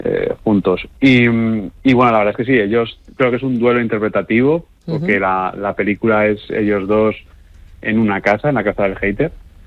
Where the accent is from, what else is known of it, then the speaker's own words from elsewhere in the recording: Alicante, Valencian Community, Spain; Además, Sonia y yo, claro, somos de Alicante.